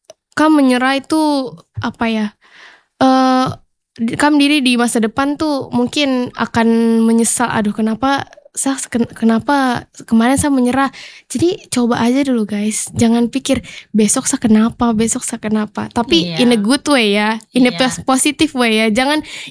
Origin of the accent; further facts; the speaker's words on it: Papua, Indonesia; kita dari Papua kita tuh bisa.